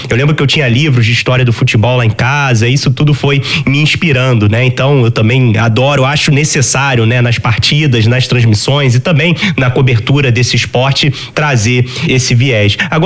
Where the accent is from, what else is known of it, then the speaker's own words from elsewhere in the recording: Rio de Janeiro, Brazil; que eu sou aqui do Rio de Janeiro, nem preciso dizer qual é o meu time, né?